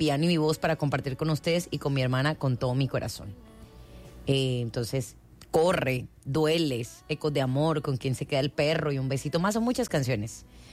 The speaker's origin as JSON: {"language": "Spanish", "country": "Colombia", "said": "A mí, yo soy colombiana y unirista y ya."}